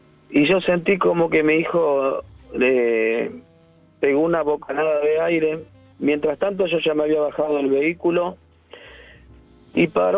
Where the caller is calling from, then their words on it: Guernica, Buenos Aires Province, Argentina; Tengo 56 años. Hace unos 25 años, yo soy de Guernica.